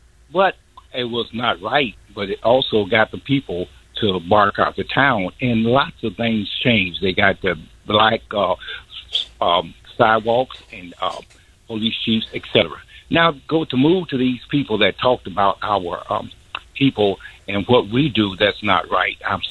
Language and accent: English; Canton, Mississippi, United States; moved away; I'm from Canyon, Mississippi. And when I was growing up down there in the 60s, it was a small town